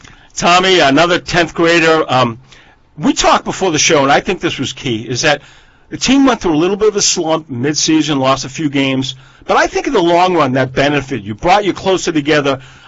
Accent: Massachusetts, United States; because I grew up in Massachusetts.

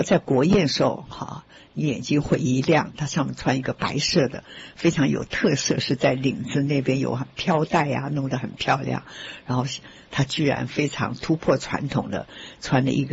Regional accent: Taiwan; moved away as an adult; now in United States; 我说我是台湾人也是中国人，我出生在台湾，但是我的祖籍是，我记得我们小时候写的身份证写的就是河北啊这样子

